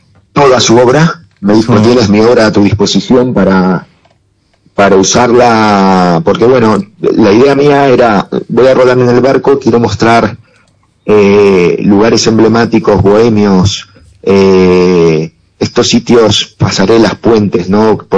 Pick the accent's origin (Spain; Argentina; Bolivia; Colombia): Spain; Ourense, Galicia; vinculado porque mis padres viven ahí, mis amigos de la infancia, ¿no? Entonces, pues bueno, ir a mi tierra a poder cumplir este sueño